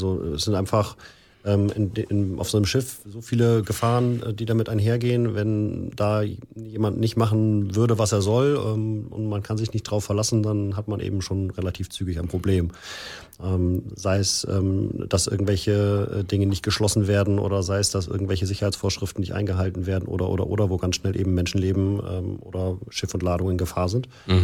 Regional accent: Cologne, North Rhine-Westphalia, Germany; Ja, ich bin in Köln geboren, aufgewachsen, zur Schule gegangen und habe dort die Grundschule besucht.

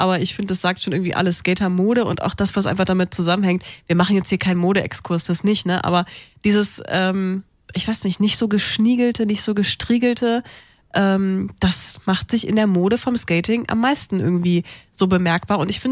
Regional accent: Bremen, Germany; ich bin ja Bremerin

